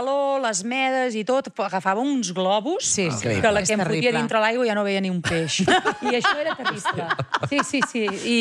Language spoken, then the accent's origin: Catalan; Vera, Andalusia, Spain; Sí, sóc de Vera.